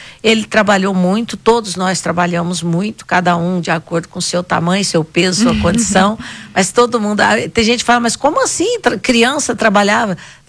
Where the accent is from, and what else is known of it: Rondônia, Brazil; born there; also born or lived in Paraná